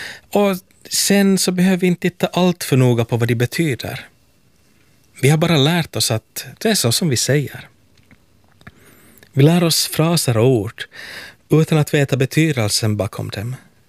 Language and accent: Swedish; Helsinki, Uusimaa, Finland; från Helsingfors.